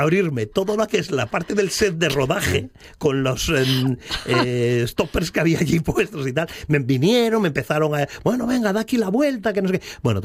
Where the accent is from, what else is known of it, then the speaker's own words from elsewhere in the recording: Asturias, Spain; soy de Asturias, yo vine aquí